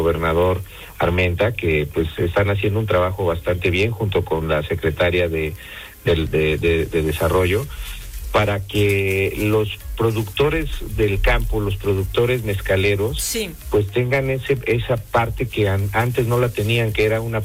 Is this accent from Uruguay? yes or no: no; Puebla, Mexico; born there; Pero yo soy poblano de nacimiento también y tengo familia obviamente de Puebla.